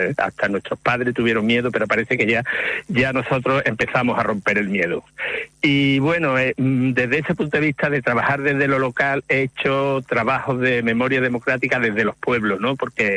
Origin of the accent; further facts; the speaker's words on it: Alcalá de los Gazules, Andalusia, Spain; en mi pueblo, en Alcalá de los Cazules, que yo soy de allí, de Cádiz